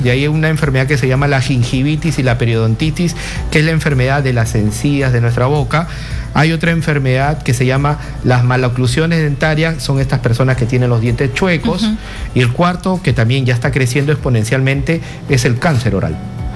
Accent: Peru; para que este niño más adelante no pueda tener este caries como muchos peruanos tenemos

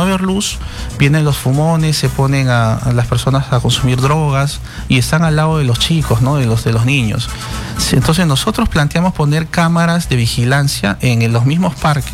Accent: Lima, Peru; soy hijo de San Juan de Urigancho, vivo más de 35 años en el distrito

